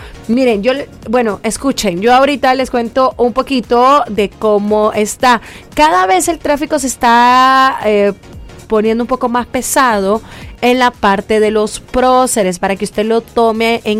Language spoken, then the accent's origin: Spanish; El Salvador; como salvadoreños lo hacemos.